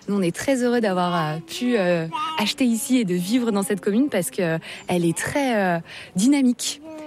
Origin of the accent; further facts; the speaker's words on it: Ambronay, Auvergne-Rhône-Alpes, France; Moi je suis d'Ambrenay donc je connais un petit peu effectivement ce qui se fait